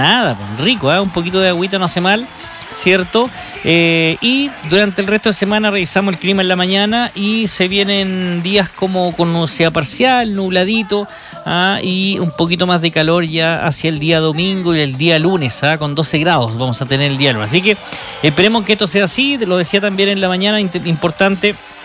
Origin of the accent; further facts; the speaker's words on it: Chile; Somos chilenos, pues, viejo, queremos a nuestro país, por supuesto.